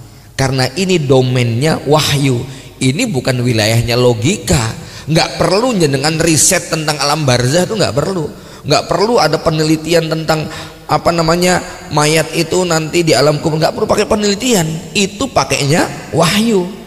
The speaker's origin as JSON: {"language": "Indonesian", "region": "Jakarta", "country": "Indonesia", "said": "Bahkan di kampung saya di Serdang Jakarta itu ada kegiatan namanya KKW, kerukunan dan kematian warga."}